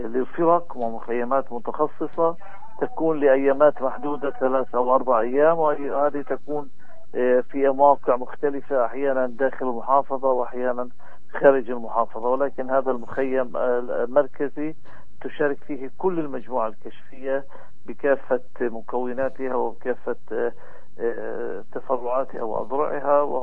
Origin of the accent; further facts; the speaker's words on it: Palestine; بمجتمعنا الفلسطيني